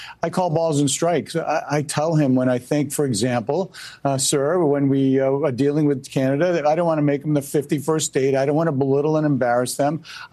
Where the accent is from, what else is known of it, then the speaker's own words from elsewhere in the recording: New Hampshire, United States; born there; I'm from New Hampshire. I was born at the Portsmouth Naval Shipyard. I'm a ninth generation son of the American Revolution out of Newington, New Hampshire. Been a homeowner, taxpayer since 1990.